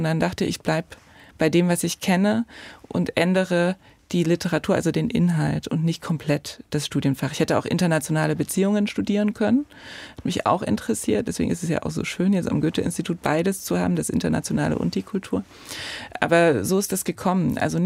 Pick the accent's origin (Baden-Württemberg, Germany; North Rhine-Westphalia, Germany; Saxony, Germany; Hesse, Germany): Saxony, Germany